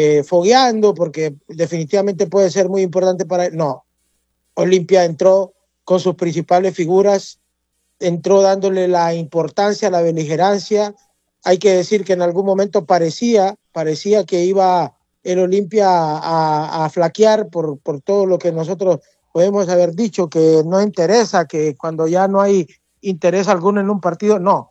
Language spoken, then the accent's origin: Spanish; Honduras; yo soy hondureño, yo no soy... Bueno, sí tengo raíces salvadoreñas porque mi mamá es salvadoreña, pero yo amo mi patria. Me crié acá, aquí estudié, aquí me formé, aquí trabajo. Tengo raíces